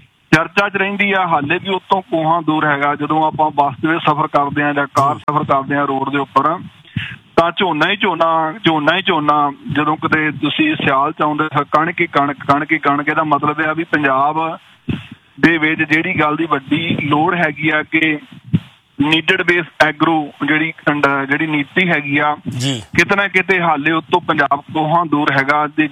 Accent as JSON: {"language": "Punjabi", "region": "Punjab", "country": "India", "tie": "born or raised there", "moved": "as an adult", "said": "ਮੈਂ ਕਾਫੀ ਹਿੱਸਾ ਇੱਥੇ ਕੱਢਿਆ"}